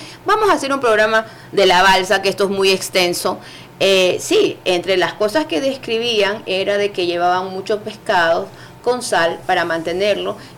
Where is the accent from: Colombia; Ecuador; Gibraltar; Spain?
Ecuador